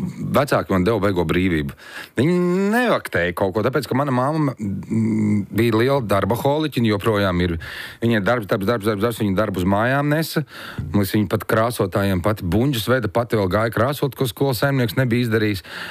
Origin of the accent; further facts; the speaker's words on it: Tērvete, Dobele Municipality, Latvia; Jā, tas skaitās Kroņauce, bet tā vieta ir agrofirma Tērvete. Nu, tur, kur alu ražo.